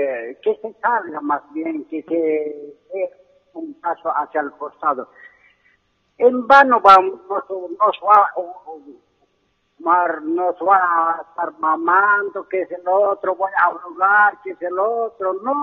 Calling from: Cochabamba, Bolivia; Estoy llamando de Cochabamba primera vez.

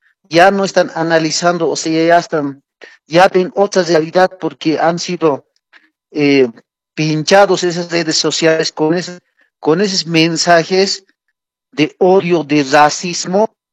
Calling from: El Alto, La Paz, Bolivia; siento como boliviano, como alteño

